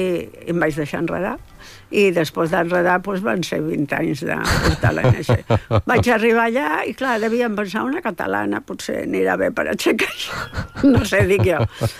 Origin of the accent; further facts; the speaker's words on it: Catalonia, Spain; Pues soc catalana, tenen molts fama.